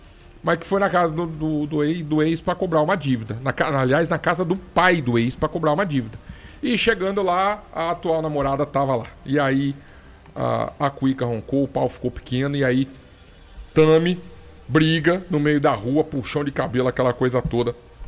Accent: Brazil; Eu cresci lá na Vila Independência

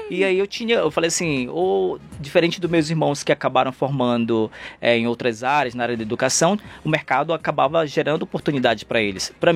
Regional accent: Pará, Brazil; moved away as an adult; now in São Paulo, Brazil; eu vim do Pará, né? Então, quando a gente fala de Amazônia, né? Eu, há 10 anos atrás, decidi vir para São Paulo

